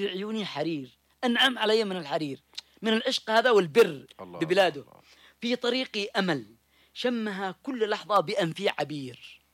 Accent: Yemen

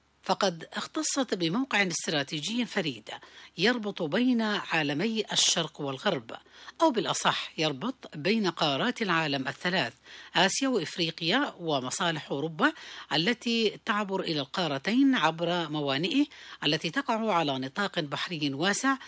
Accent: Yemen; بلادنا اليمن الحبيب

